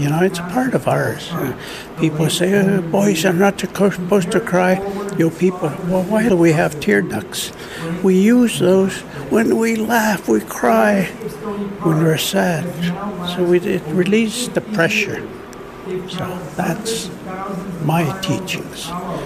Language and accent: English; Alberta, Canada; And I'm from the Siksika Nation Reserve, formerly Blackfoot Reserve, and we're situated east of Calgary, about 60 kilometers.